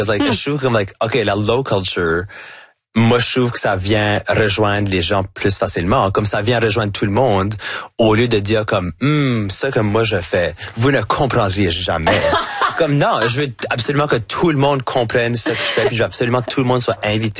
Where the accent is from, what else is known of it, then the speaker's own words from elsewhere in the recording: New Brunswick, Canada; accent: Chiac; Parce que j'ai un accent qui va jamais être neutre. So là, de complètement laisser ça aller, puis de faire tout ce que je fais avec mon accent, avec mon accent, avec mon chiac.